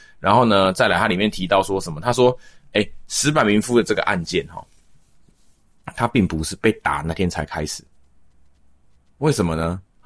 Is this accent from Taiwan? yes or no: yes; Taiwan; 我在台湾长大，我在台湾出生